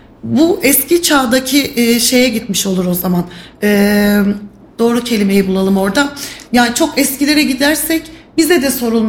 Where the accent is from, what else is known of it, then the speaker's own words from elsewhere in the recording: Kayseri, Turkey; Ben de Kayseri'nin yerlisiyim. Eşim de Kayseri'nin yerlisi.